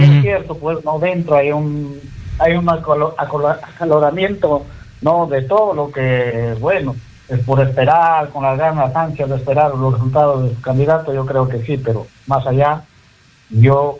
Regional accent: Peru; nos merecemos como buenos ciudadanos y como buenos peruanos que somos.

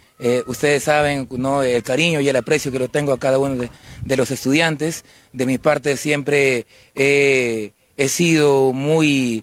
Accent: Trujillo, La Libertad, Peru; trujillano, justamente de pura cepa.

